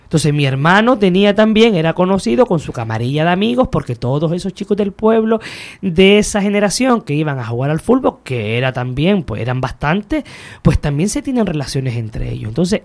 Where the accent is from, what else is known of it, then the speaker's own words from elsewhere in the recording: Las Palmas de Gran Canaria, Canary Islands, Spain; yo soy de Vegueta de toda la vida